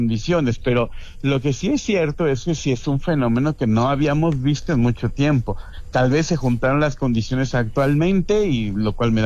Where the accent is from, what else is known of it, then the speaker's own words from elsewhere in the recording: Mexico; sentiremos un confort de todos nosotros como mexicanos.